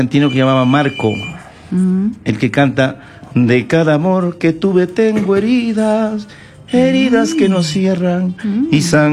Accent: Ecuador; en mi pueblo, Segundo se llamaban todos los viejos. Bajaba al Valle del Chota

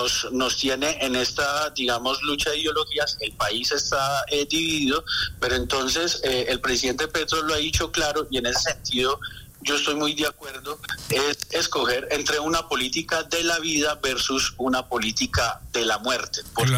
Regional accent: Manizales, Caldas, Colombia; also born or lived in Soviet Union; Manizales, sí, me crié en Manizales, pues yo no les había contado, yo nací en Rusia, en la Unión Soviética

